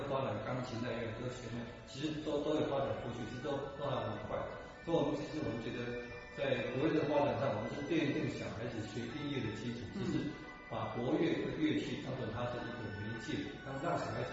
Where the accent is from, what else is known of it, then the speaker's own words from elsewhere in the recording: Kinmen County, Taiwan; 可是我们金门这边从以前站在几年的时候，我是不能到海边的。